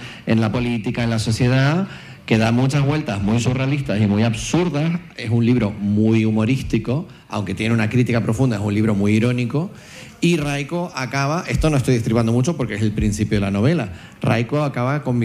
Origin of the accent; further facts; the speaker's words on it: La Orotava, Canary Islands, Spain; now in Madrid, Spain; Soy oriundo de La Orotava, de la excelentísima noble y leal villa de La Orotava. Mi madre es palmera, mi padre es gallego y yo vivo en Madrid desde hace una temporada. También he estado en el extranjero unas épocas.